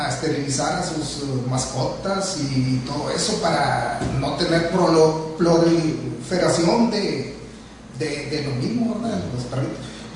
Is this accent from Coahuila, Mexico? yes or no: yes; Villa Las Esperanzas, Coahuila, Mexico; De Vía Las Esperanzas, Coahuila.